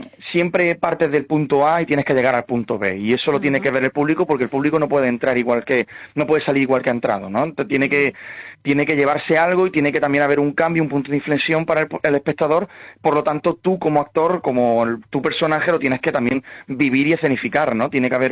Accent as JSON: {"language": "Spanish", "region": "Andalusia", "country": "Spain", "said": "Y como actor español, ¿no? Como actor andaluz, pues siempre me ha llamado la atención"}